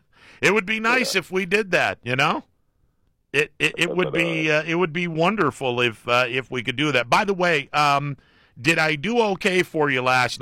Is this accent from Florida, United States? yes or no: no; Mahoning Valley, Ohio, United States; I come from the Mahoning Valley